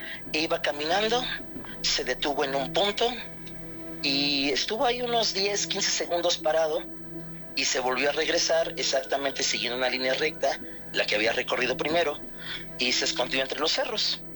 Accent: Atlixco, Puebla, Mexico; Pero toda mi vida estuve en Atlixco.

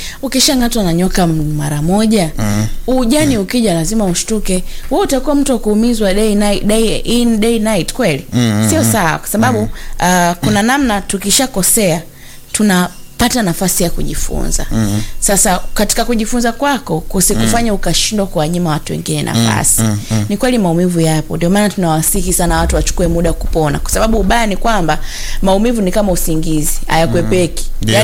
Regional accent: Tanzania; Kwa sababu sisi ni Wakristo, lakini sisi ni Watanzania.

